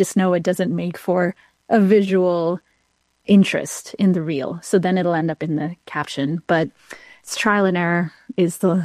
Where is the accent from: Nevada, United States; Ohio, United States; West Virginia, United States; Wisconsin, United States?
Ohio, United States; I grew up in Ohio, went to Ohio State.